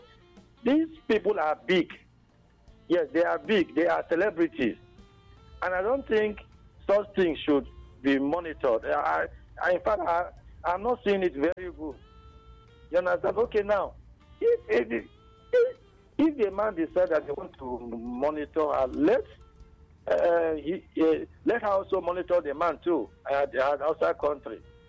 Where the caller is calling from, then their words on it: Cross River, Nigeria; I'm calling from Cross River State.